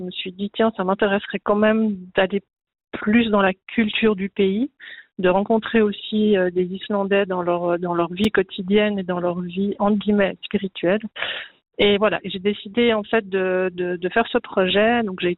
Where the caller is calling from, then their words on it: Switzerland; Je suis de retour en Suisse.